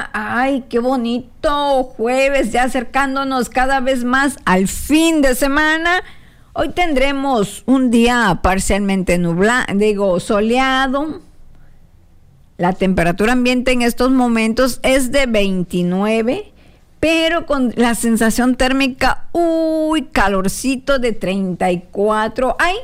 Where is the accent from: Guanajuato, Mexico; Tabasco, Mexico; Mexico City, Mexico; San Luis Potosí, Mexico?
Tabasco, Mexico; que se sienta que somos mexicanos, que somos tabasqueños.